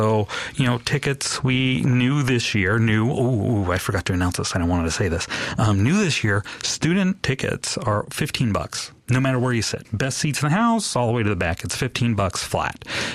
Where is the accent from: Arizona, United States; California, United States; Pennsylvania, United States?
California, United States; the Bay Area; moved away as an adult; now in Anchorage, United States; I grew up in the Bay Area